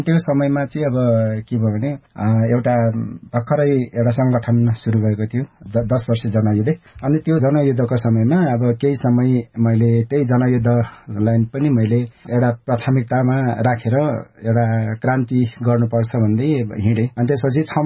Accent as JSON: {"language": "Nepali", "town": "Kathmandu", "region": "Bagmati", "country": "Nepal", "tie": "born there", "said": "म काठमाडौँमा आइसकेपछि सडकबाट नै मैले जीवनयापन सुरु गरेको हो म श्रोतामाथिलाई म यही भन्न चाहन्छु म सडकमा नै हुर्किएँ"}